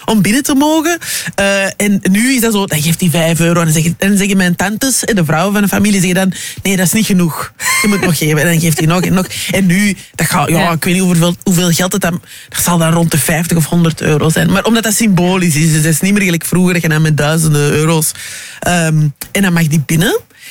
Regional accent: Belgium; also born or lived in Democratic Republic of the Congo; ik ben een Congolees en Belgisch.

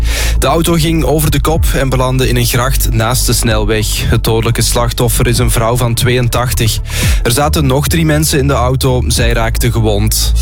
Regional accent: Retie, Antwerp, Belgium; Nee, ik ben toevallig wel van Reti afkomstig.

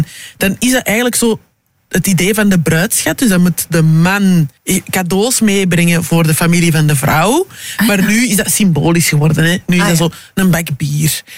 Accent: DR Congo; Ja, ik ben een Congolees en Belgisch, dus zo, als je Congolees bent, je kunt niet klein trouwen.

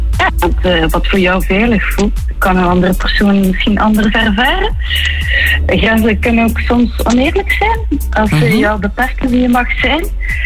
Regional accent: Ghent, Flanders, Belgium; als echte Gentenaar hoef je daar niet altijd te

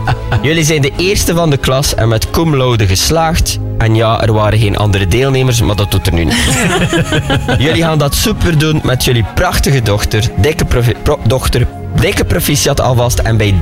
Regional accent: Ostend, Flanders, Belgium; Ik voel me vereerd als Oostendenaar en papa om jullie het mama- en papa-diploma uit te reiken.

